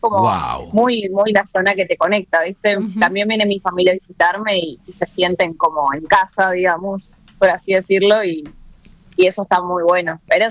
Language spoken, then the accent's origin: Spanish; Chaco, Argentina; accent: litoraleña; moved away as an adult; now in Miami, United States; Yo soy del Chaco